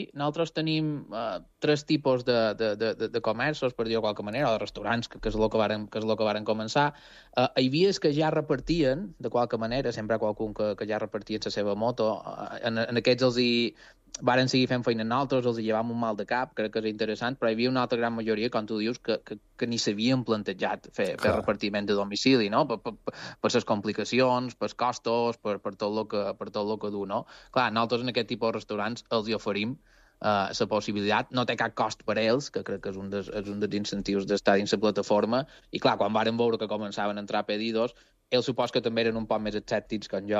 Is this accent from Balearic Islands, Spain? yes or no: yes; Campos, Balearic Islands, Spain; com tu has dit, nosaltres som de Campos.